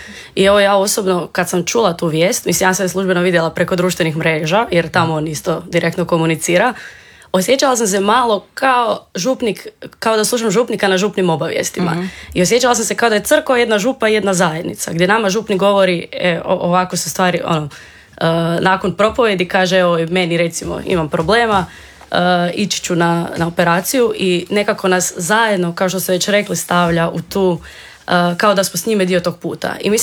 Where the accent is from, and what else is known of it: Croatia